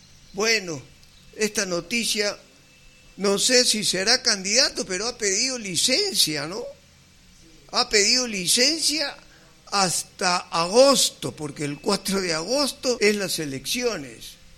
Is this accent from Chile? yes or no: no; Peru; now in Tocache, Peru; porque soy peruano.